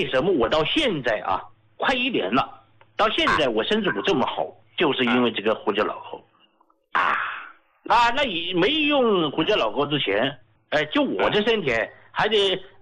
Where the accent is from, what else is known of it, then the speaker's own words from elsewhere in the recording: Sichuan, China; accent: Sichuanese; 用我们四川话讲呢，那睡的踏实了。